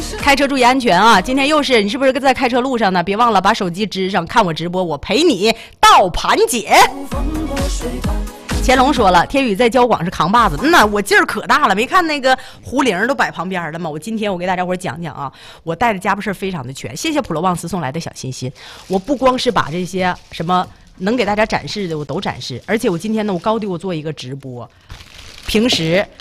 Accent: Jinzhou, Liaoning, China; accent: Jinzhou; 我是锦州的。我是锦州的

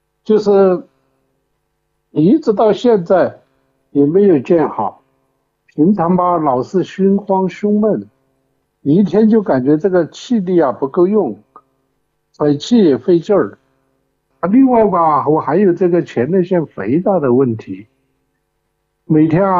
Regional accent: Chongqing, China; 哎，我是重庆的老病号了，今年73了。

